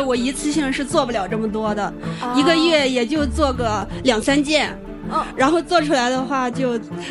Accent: Dezhou, Shandong, China; 我是山东德州的。

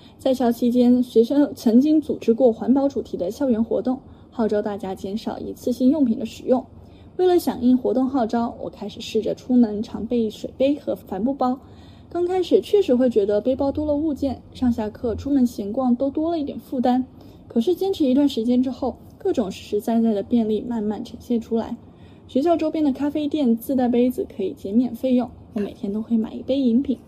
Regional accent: China; also born or lived in Taiwan; 我是从小在大陆长大的台湾青年

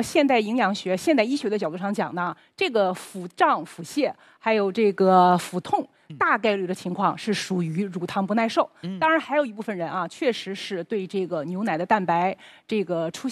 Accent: China

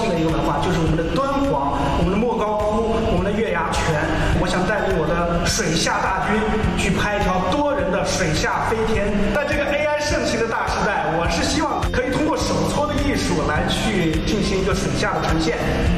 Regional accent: Gansu, China; 我的老家在甘肃

